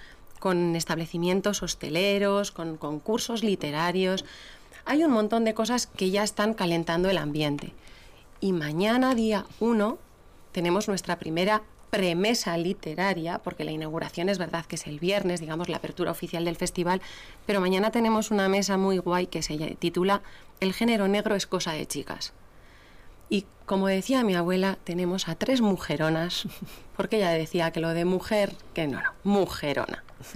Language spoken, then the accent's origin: Spanish; Basque Country, Spain; born there; Mi ama es gallega y mi aita es leonés. Yo nací aquí en Euskadi y entonces...